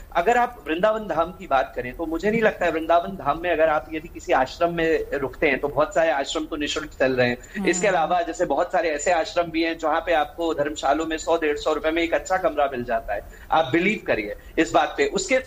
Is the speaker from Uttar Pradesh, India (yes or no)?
yes; Uttar Pradesh, India; मैं खुद उत्तर प्रदेश से हूं